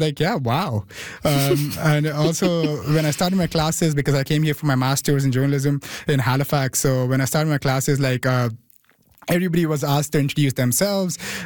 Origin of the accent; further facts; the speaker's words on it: India; moved away as an adult; now in Canada; Because I'm from India, so I came here in 2021